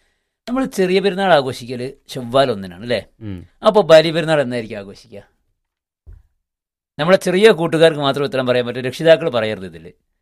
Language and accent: Malayalam; Kerala, India; born there; അതെ, ഞങ്ങളുടെ നാട്ടാണ്. എൻ്റെ നമ്മുടെ നാടിൻ്റെ അടുത്ത പ്രദേശമാണ്.